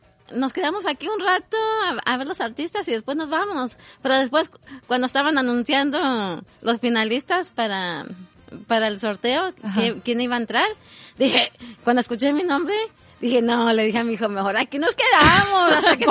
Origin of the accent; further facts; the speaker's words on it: Duarte, California, United States; born there; Yo soy nacida aquí en Duarte, California.